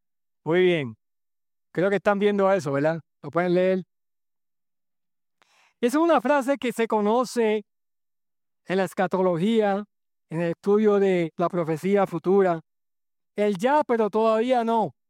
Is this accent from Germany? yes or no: no; Puerto Rico; moved away as an adult; also born or lived in Alabama / Idaho / New Mexico / Philippines; Yo como soltero me mudé de Puerto Rico a Alabama y de Alabama a Idaho y de Idaho a Nuevo México y luego el Señor me llevó a las Filipinas